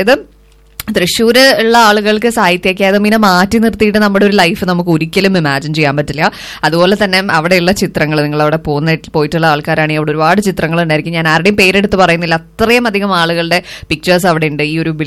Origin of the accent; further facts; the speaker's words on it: Thrissur, Kerala, India; ഞാനൊരു തൃശ്ശൂർക്കാരിയാണ്